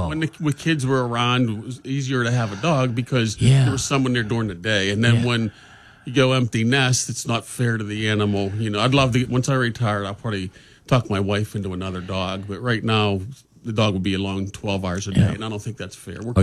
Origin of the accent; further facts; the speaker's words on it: Pittsburgh, Pennsylvania, United States; moved away as an adult; I grew up in Pittsburgh on Troy Hill.